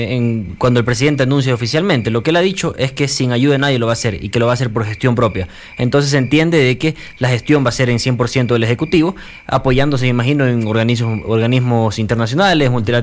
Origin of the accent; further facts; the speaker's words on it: Quito, Pichincha, Ecuador; como quiteños, como ecuatorianos